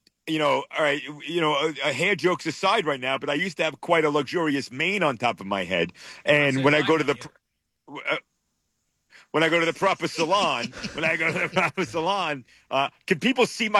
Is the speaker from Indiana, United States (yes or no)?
no; New York City, New York, United States; I'm from Brooklyn, Staten Island.